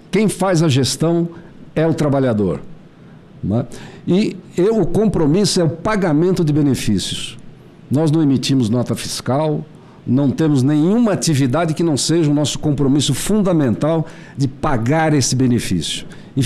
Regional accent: Brazil

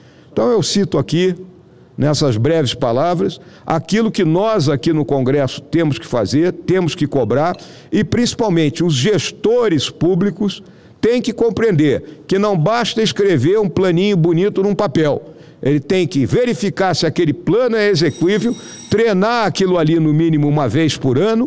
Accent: Rio Grande do Sul, Brazil; tanto lá no meu estado do Rio Grande do Sul e também lá em Santa Catarina

